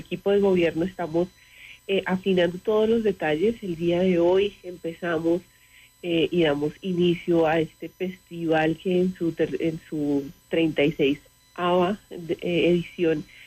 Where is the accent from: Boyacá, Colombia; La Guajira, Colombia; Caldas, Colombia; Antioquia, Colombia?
Boyacá, Colombia; porque hemos mostrado lo que somos como boyacenses